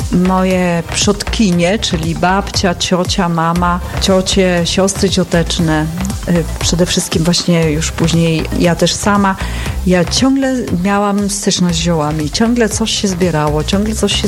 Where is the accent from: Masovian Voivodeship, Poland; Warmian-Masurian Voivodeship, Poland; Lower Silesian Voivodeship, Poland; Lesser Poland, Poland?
Warmian-Masurian Voivodeship, Poland; Tak, Warmia Mazury, bo ja jestem stąd